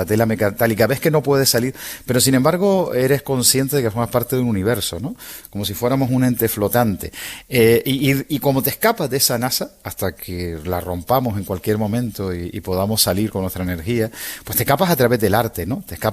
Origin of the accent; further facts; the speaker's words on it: Canary Islands, Spain; Yo, ya no como canario, te hablo como escritor